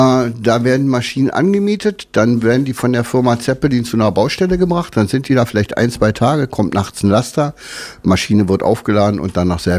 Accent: Berlin, Germany; born or raised there

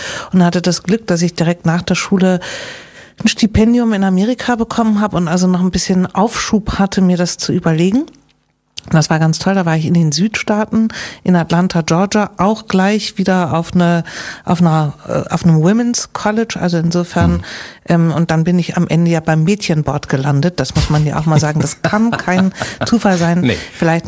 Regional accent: Hamburg, Germany; Ja, das sage ich als Hamburger.

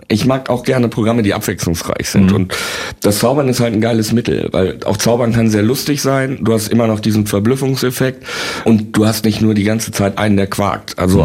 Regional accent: Bielefeld, North Rhine-Westphalia, Germany

